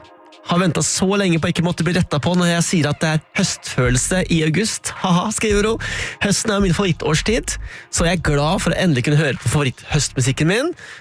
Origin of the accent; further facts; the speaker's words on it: Alvdal, Innlandet, Norway; Jeg kommer fra Alvedal, altså langt oppi altså, Østerdalen.